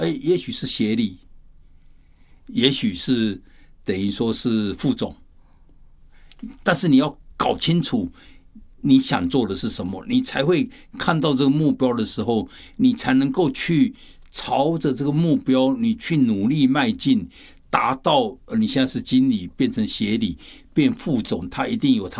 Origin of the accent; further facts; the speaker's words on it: China; 我们中国人讲的是事倍功半